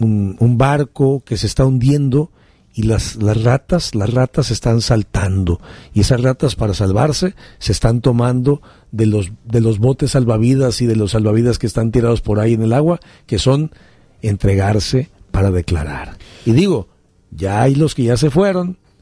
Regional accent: Mexico

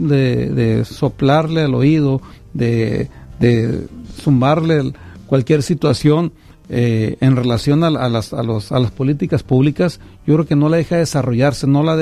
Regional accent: Mexico; quien paga el pato somos los mexicanos.

